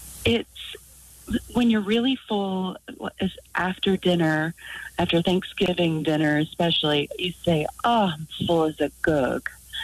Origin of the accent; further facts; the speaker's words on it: Danville, Kentucky, United States; also born or lived in Australia; I'm from Danville, Kentucky. But I lived overseas in Australia for a few years, and there's this saying that I picked up there